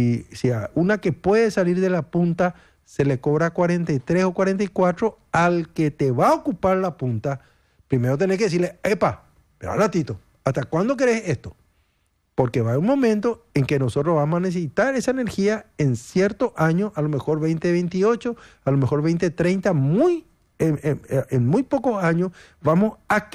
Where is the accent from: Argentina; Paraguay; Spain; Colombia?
Paraguay; así somos los paraguayos